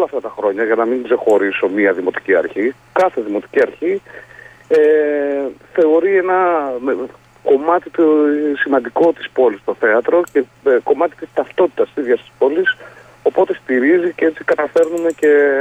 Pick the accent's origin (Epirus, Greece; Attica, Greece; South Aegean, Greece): Epirus, Greece; Ioannina; σας είπα ότι είμαι από τα Γιάννενα